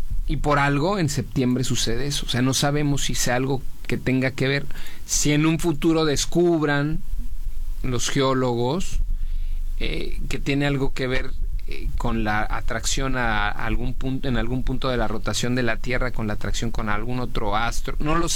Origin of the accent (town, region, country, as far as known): Mexico